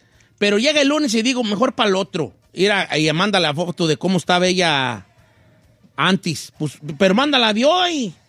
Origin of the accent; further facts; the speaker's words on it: Zacatecas, Mexico; Voy a mi tierra, Zacatecas, y mi plan es en Zacatecas tatuar mi medio brazo.